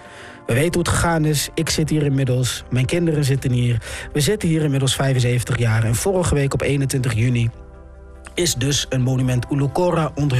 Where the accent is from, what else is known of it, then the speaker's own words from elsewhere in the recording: Papua, Indonesia; Wij zijn mensen uit Papua en uit Maluku, uit Melanesië.